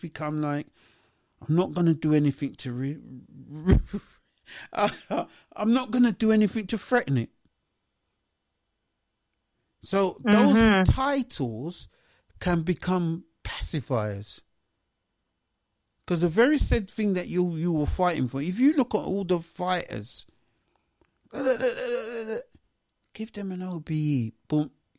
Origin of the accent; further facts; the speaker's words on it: Ireland; I'm Irish